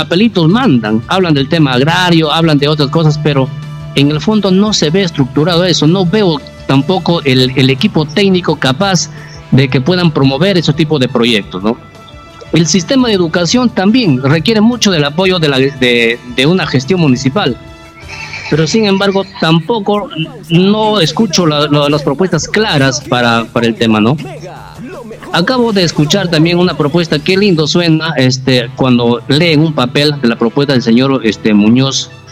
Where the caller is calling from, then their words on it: San Martín, Peru; como ciudadano del Dorado.